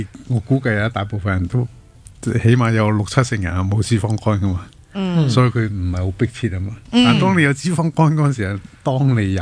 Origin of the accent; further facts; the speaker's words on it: Hong Kong; 我哋香港人